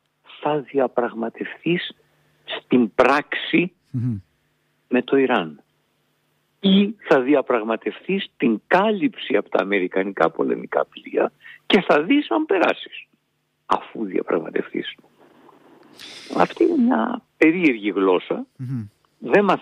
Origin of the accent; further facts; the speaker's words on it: Greece; μιλάω τώρα ως Έλληνας σαν να ήμουν Ευρωπαίος